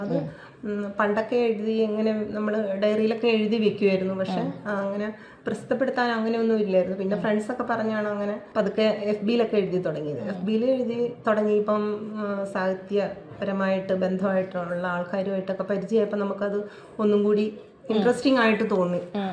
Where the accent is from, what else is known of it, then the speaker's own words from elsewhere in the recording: Kanjiramattom, Kerala, India; ഞാൻ ജനിച്ചതും വളർന്നതും എന്നെ കല്യാണം കഴിച്ചിരിക്കുന്നതും കാഞ്ഞിരമറ്റത്ത് തന്നെയാണ്. കാഞ്ഞിരമറ്റത്തിൽ അതിൻ്റെ കോട്ടയം ബോർഡറിലുള്ള അരിയങ്കാവിൽ നിന്നുള്ള സ്ഥലത്താണ് എൻ്റെ വീട്.